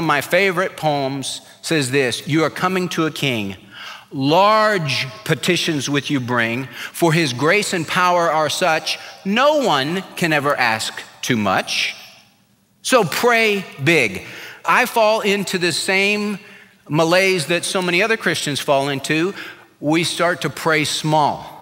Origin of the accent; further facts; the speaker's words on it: California, United States; we had a pool in my backyard growing up in California.